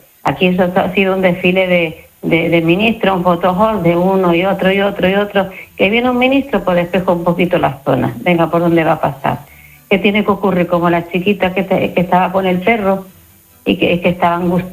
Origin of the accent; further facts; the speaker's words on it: Ceuta, Spain; born there; es mi ciudad que me ha visto nacer